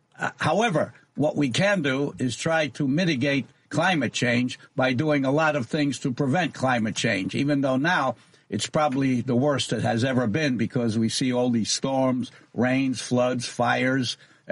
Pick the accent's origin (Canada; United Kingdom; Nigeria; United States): United States; New York; So listen, I was born in New York, I was raised there, and then I went to the University of Denver